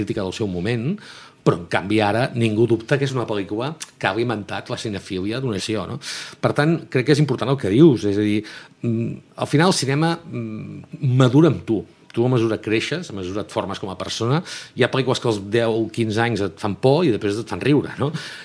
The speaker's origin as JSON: {"language": "Catalan", "town": "Girona", "region": "Catalonia", "country": "Spain", "tie": "born or raised there", "said": "perquè es basa en una època que vaig viure de petit, a la ciutat meva, jo sóc de Girona"}